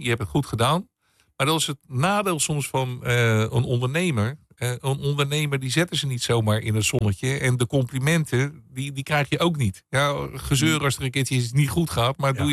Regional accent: Netherlands; ik ben Nederlander natuurlijk.

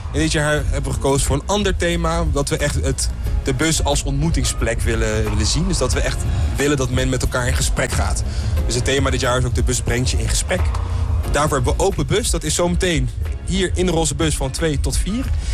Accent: Amsterdam, North Holland, Netherlands; ik ben opgegroeid in Amsterdam.

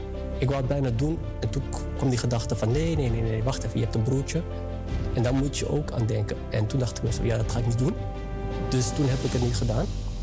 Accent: Amsterdam, North Holland, Netherlands; want ik kwam uit Amsterdam, hè. Ik woon in Amsterdam.

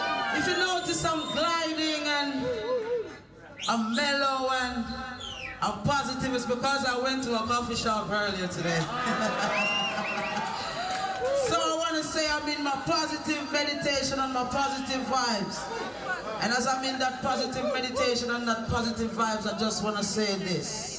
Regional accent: Jamaica; I'm from Jamaica.

